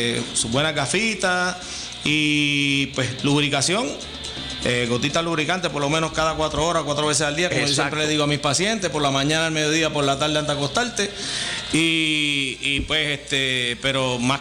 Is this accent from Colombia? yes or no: no; Cabo Rojo, Puerto Rico; Yo soy criado y nacido en Cabo Rojo, es correcto.